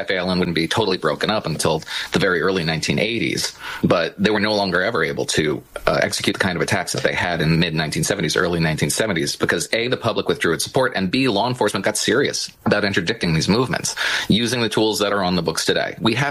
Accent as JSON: {"language": "English", "region": "New Jersey", "country": "United States", "tie": "born or raised there", "said": "Well, I grew up in Western New Jersey. I'm actually about 10 minutes away from my home that I grew up in as a kid"}